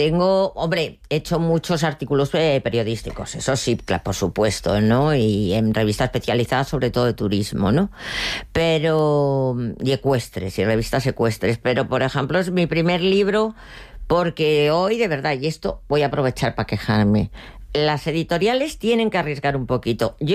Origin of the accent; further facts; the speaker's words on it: Spain; Pues yo, como española y cocina tradicional española, pues bueno, pues lo planteo.